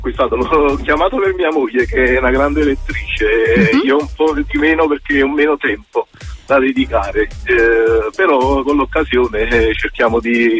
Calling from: Naples, Campania, Italy; Sto ritornando a Napoli perché sono stato un po' un attimo fuori Napoli e stavo rientrando

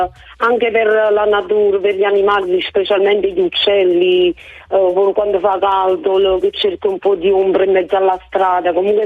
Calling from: Qualiano, Campania, Italy; Io sono di Gualiano

